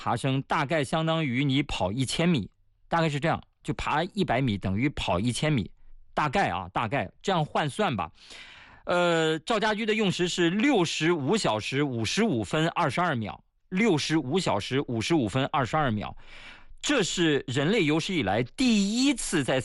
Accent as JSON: {"language": "Chinese", "country": "China", "said": "我们中国人"}